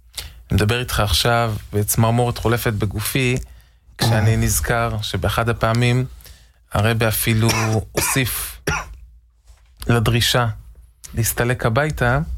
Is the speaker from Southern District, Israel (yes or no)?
no; Givatayim, Tel Aviv District, Israel; אני נולדתי בגבעתיים, רמת גן, גבול גבעתיים. הורים בעלי תשובה, אמא עלתה מאיטליה בגיל 28